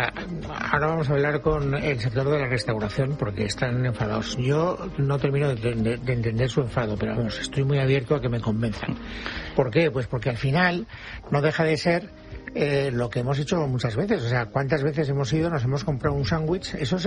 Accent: Valencian Community, Spain

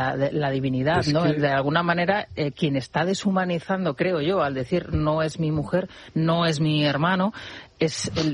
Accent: Madrid, Community of Madrid, Spain; porque somos muchos los madrileños y mucha gente del entorno urbano que acude a estos lugares

